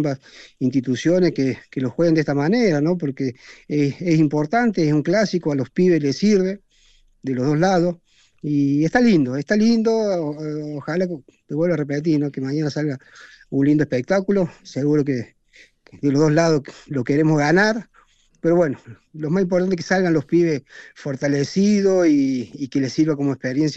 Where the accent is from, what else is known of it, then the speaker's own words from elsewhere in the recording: Córdoba, Argentina; Sí, bueno, yo era muy de … Yo, como todo cordobés, cuartetero